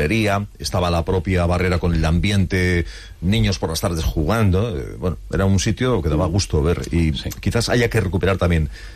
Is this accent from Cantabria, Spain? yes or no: yes; Castro Urdiales, Cantabria, Spain; los que somos de Castro y conocemos la barrera a través de los años